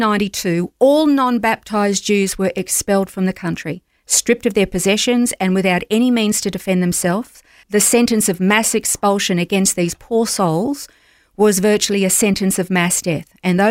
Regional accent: Australia; I'm from Australia. I am a Christian.

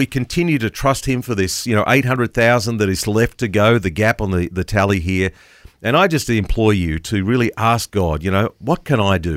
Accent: Gilgandra, New South Wales, Australia; moved away; I grew up in Gilgandra.

